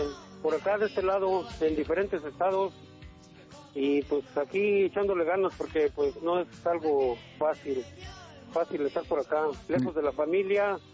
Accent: Nezahualcóyotl, State of Mexico, Mexico; now in United States; Yo soy originario, nacido en la Ciudad de México, pero criado un tiempecillo en Zagualcoyo, y ya después pues vagando por todo, ahora sí que por muchas partes de México, y hasta ahora estos 26 años de mi vida que he dejado por acá

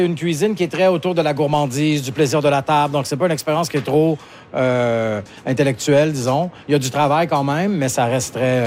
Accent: Montreal, Quebec, Canada; also born or lived in Vancouver; now in Montreal, Canada; moi, je suis parti de Montréal pendant 10 ans, entre 20 et 30 ans, pour travailler dans des restaurants un peu partout à travers le monde, à l'international. Donc, j'ai déjà habité ici à Vancouver.

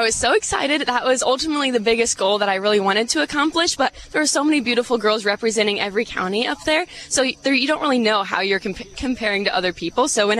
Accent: Effingham, Illinois, United States; lived in Effingham my whole life. I went to Effingham High School

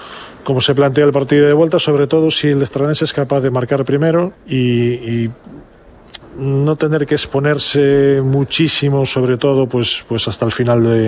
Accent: Santiago de Compostela, Galicia, Spain; pero nací aquí, jugué aquí, soy de aquí... entrené aquí, ¿qué quieres que te diga? Yo soy de Santiago.

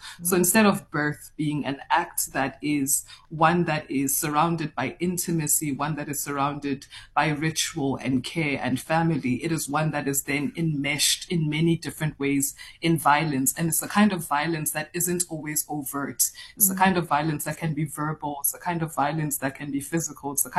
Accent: Mpumalanga, South Africa; born there; moved away as an adult; also born or lived in Pretoria; So I moved back to Mpumalanga from Pretoria to take care of her.

